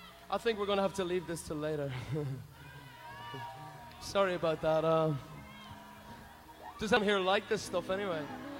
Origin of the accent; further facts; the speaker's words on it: Ireland; As Irish people